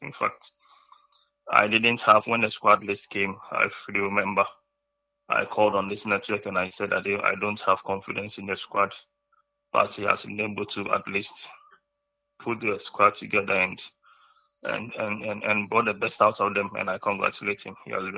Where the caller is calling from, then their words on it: Teshie, Greater Accra, Ghana; calling from Teshi.